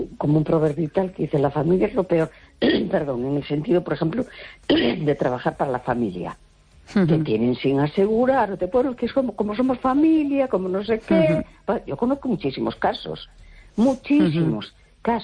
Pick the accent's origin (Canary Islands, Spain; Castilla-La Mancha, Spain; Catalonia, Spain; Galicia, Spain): Galicia, Spain; A Coruña